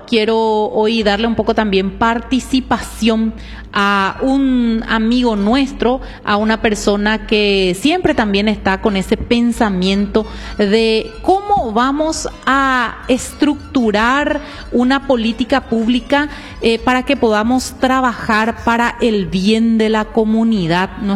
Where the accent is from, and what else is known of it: Horqueta, Concepción, Paraguay